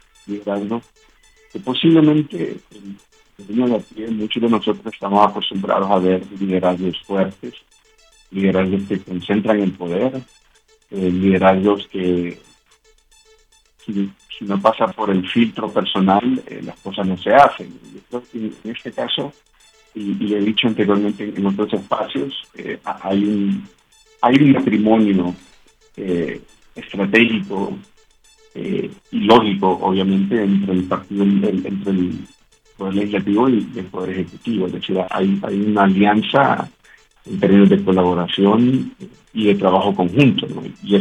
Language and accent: Spanish; Honduras; como hondureño debemos también entender